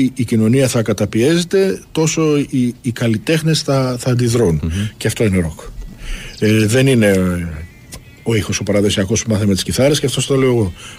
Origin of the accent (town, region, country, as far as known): Piraeus, Attica, Greece; born or raised there